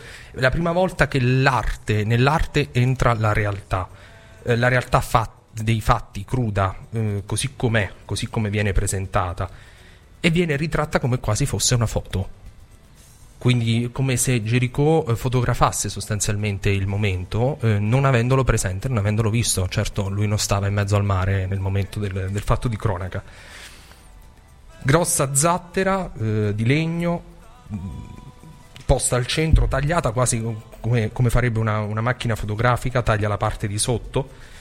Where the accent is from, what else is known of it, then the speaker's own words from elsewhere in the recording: Abruzzo, Italy; Io sono abruzzese